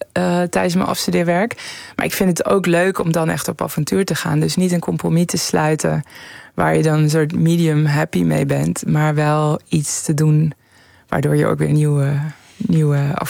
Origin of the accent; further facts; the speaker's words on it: Tehran, Tehran Province, Iran; also born or lived in Enschede / Amsterdam; now in Netherlands; wij waren daar naar Nederland gekomen. Ik kwam uit een grote stad. Ik ben opgegroeid in Teheran.